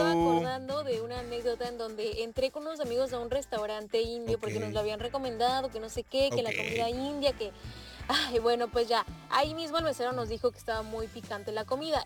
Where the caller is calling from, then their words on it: Mexico; si nosotros somos mexicanos, sí aguantamos el chile